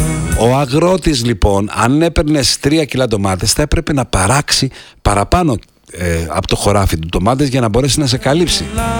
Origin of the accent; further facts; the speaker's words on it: Greece; Παλιά ως Έλληνες το θυμάστε